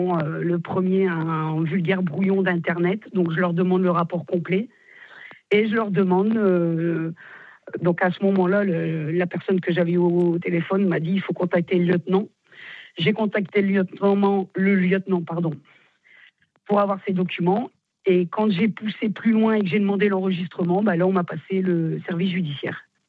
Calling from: Hauts-de-France, France; Du Nord, près d'Hazebrouck

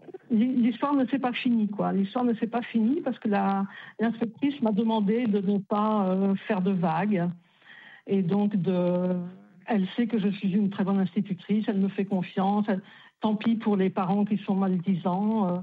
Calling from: Brittany, France; je vous appelle de Bretagne

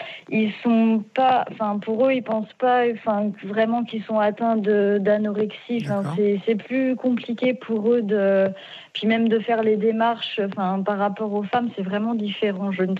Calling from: Bourgogne-Franche-Comté, France; Je vous appelle d'un petit village à côté de Dijon.

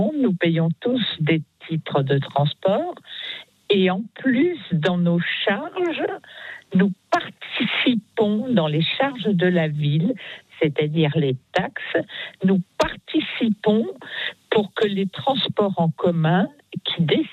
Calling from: Levallois-Perret, Île-de-France, France; Moi, je vis à Levallois.

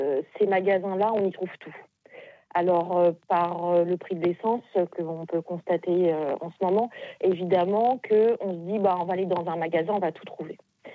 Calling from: Bois-le-Roi, Normandy, France; moi, je suis de Bois-le-Roi, donc nous sommes 1300 habitants

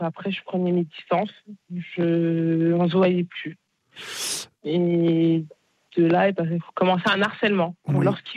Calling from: Bagneux, Île-de-France, France; je suis en Île-de-France.

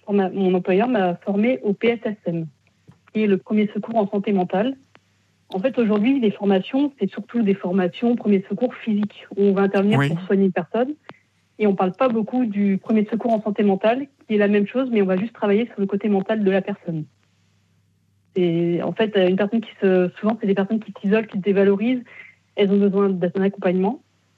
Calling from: Pays de la Loire, France; Alors moi, je vous appelle de la Mayenne, la Mayenne, la Sarthe et le Maine-et-Loire, un peu. Je suis un peu entre les trois départements.

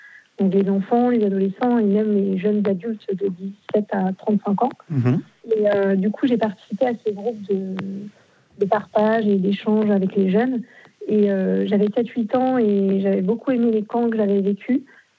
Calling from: Angers, Pays de la Loire, France

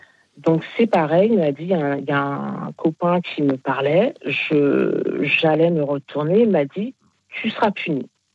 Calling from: Île-de-France, France; Oui, de Seine-et-Marne.

